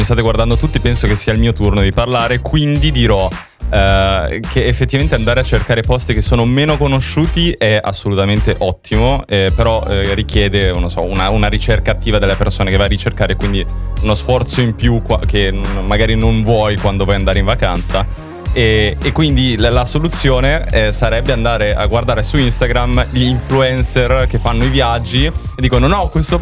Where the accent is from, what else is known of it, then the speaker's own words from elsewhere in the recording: Romania; now in Italy; la mia città natale in Romania, dove l'età media lì è 90 anni